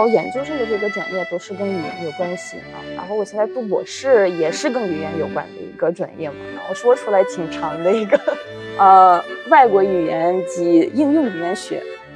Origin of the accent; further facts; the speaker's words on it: Russia; Chinese is a second language; 然后我们十个人当中就我一个外国人，就一个俄罗斯人